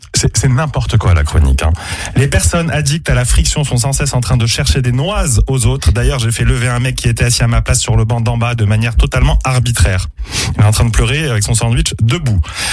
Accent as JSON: {"language": "French", "town": "Casablanca", "region": "Casablanca-Settat", "country": "Morocco", "tie": "born there", "said": "Tout d'abord, moi, je suis né à Casablanca, donc j'ai développé une addiction au soleil."}